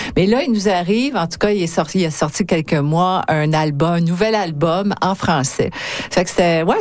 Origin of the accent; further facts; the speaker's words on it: Quebec, Canada; moved away; Moi, je viens du Québec